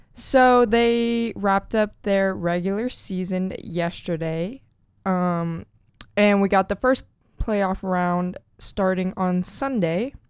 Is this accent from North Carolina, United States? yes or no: no; San Antonio, Texas, United States; I am from San Antonio